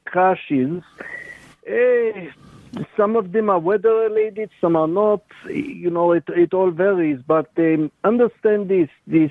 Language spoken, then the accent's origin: English; Givat Machshev, Israel; No, I am from Israel, and so I'm you know, I live in a small little town, Givat Machshev